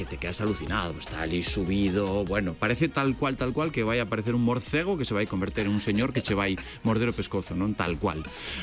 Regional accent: Galicia, Spain; Somos raritos, somos vimos de Galicia, que nos vas contar, señora.

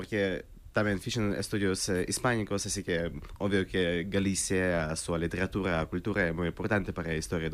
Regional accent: Russia; Galician is a second language; moved away as an adult; now in Spain; Xa, digo que son de Rusia, nací no sur do país, pero logo fixo no meu grado na Universidade Estatal de San Petersburgo

